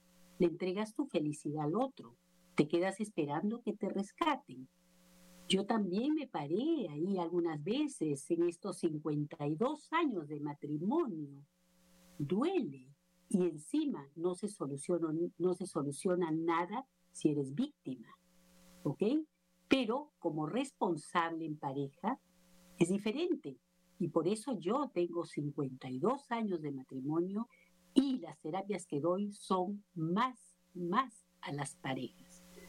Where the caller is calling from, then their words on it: Lima, Peru; les hablo desde Lima, Perú. Por acá el clima muy variado, muy cambiante, hace frío, hace calor.